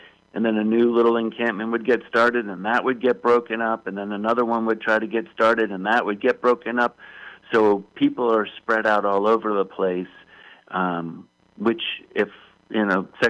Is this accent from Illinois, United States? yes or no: no; Bangor, Maine, United States; So what particularly is interesting about my hometown city, Bangor, Maine, is that we're the last city until Canada, until the Great Frontier.